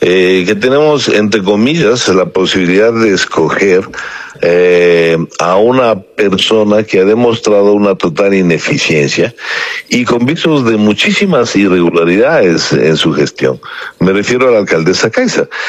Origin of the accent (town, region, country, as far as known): Ecuador